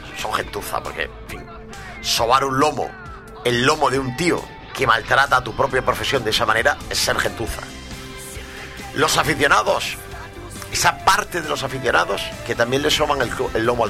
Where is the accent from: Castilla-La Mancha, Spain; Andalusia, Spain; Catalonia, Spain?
Andalusia, Spain; Almería; Yo no voy a renunciar al club de mi tierra con 52 años que llevo siendo almeriense